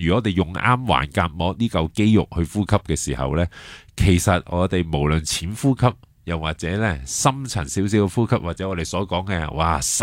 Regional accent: Hong Kong; 我哋香港人

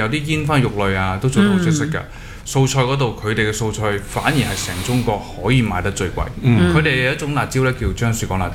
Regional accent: Hong Kong; 我哋香港人

